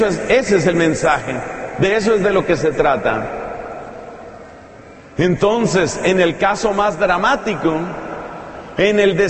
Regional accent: Colombia; en mi país, donde tenemos elecciones el año entrante en Colombia

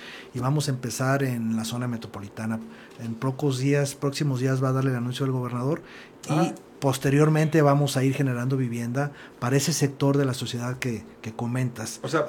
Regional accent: Ahualulco de Mercado, Jalisco, Mexico; Yo soy del municipio de Agualulco.

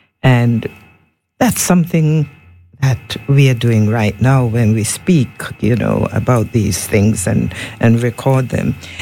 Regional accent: Trials, Montserrat; where I grew up in Trials

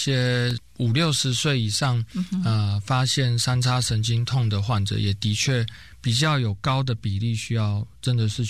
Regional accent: Taiwan; 我们应该是说我们台湾人都有这个吃苦耐劳的特性

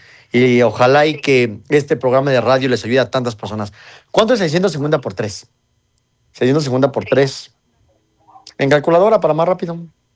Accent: Mexico; Así somos los mexicanos.

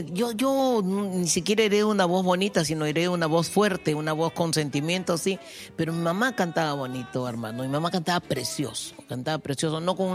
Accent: Lima, Peru; born there; Yo nací en Barranco, en Avenida Surco 410, en un modesto callejón en el interior.

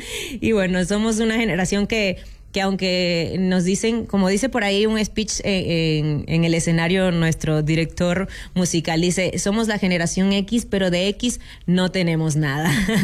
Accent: Venezuela; Yo, por ejemplo, soy venezolana

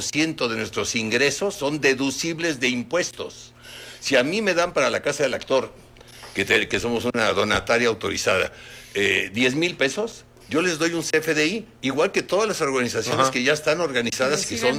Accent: Mexico City, Mexico; born there; Yo nací en la Lagunilla, por eso lo menciono.

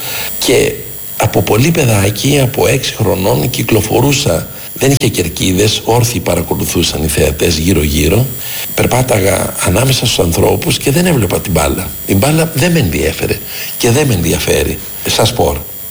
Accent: Athens, Attica, Greece; Όταν ήμουν πολύ μικρό παιδάκι, έμεινα δίπλα σε ένα γήπεδο. Εκεί γεννήθηκα, στα Ηλίσια, στο γήπεδο ποδοσφαίρου του Ηλισιακού.

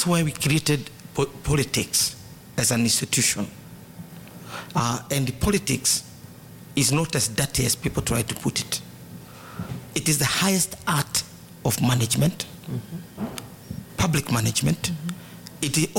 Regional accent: Kenya; As Kenyan.

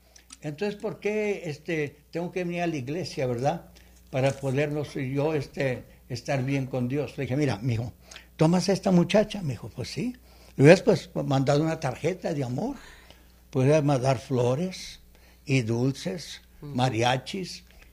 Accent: El Paso, Texas, United States; del Paso, Texas, de donde yo vengo

